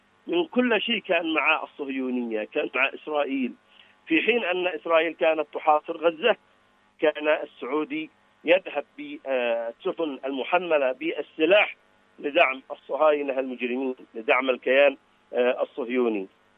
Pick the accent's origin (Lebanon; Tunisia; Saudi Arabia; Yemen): Yemen; نحن كشعب يمني عانينا من هذا النظام كثيرا جدا،